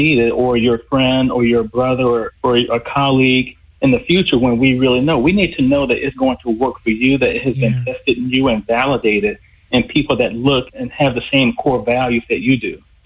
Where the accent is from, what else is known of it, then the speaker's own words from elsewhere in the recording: Orlando, Florida, United States; now in Tampa, United States; I am from Orlando.